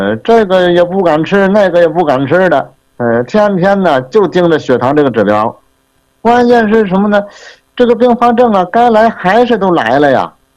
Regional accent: Shandong, China; 我是山东的。

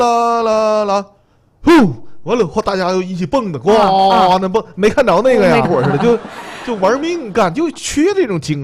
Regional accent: Liaoning, China; 反正咱们辽宁人吧。

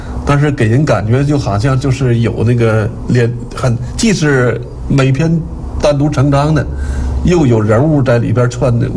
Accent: Jinzhou, Liaoning, China; 写我家乡的人，写咱锦州人

